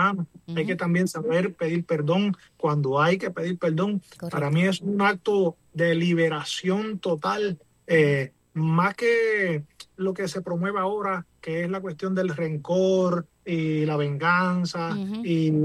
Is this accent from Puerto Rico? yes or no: yes; San Sebastián, Puerto Rico; la gente del oeste, que es de donde yo vengo. Yo soy natural de San Sebastián.